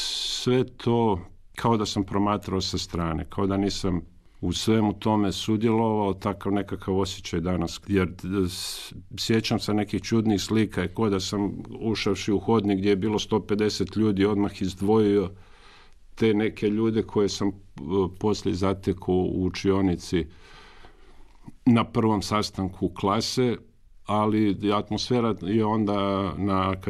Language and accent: Croatian; Umag, Istria County, Croatia; Ovako, ja sam rođen i odrastao i školovan u Umagu.